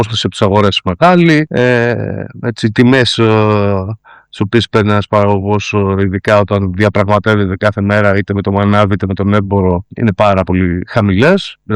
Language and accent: Greek; Trikala, Thessaly, Greece; moved away as an adult; now in East Zagori, Greece; στην πόλη μου, στα Τρίκαλα